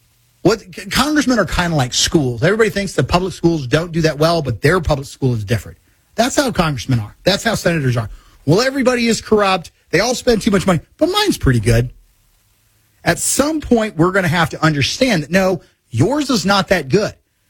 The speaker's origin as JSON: {"language": "English", "region": "Missouri", "country": "United States"}